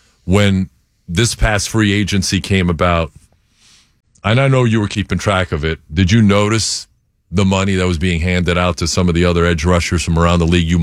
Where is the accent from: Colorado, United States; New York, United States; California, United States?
New York, United States; Bronx; born there; Yeah, I was born in the Bronx.